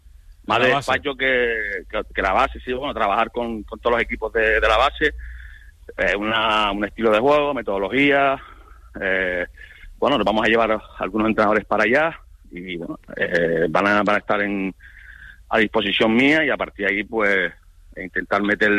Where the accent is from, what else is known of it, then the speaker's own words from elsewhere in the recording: Spain; España somos de los mejores en cuestión de formación de categorías inferiores